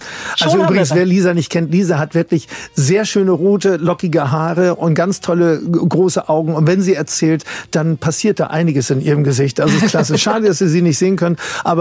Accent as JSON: {"language": "German", "region": "Hamburg", "country": "Germany", "tie": "born or raised there", "said": "Also ich bin ja hier in Hamburg groß geworden, sowohl in Eppendorf als auch auf St. Pauli. Ja. Und dann bin ich irgendwann mal auch nach Wedel gezogen und irgendwann mal war ich in Harburg draußen."}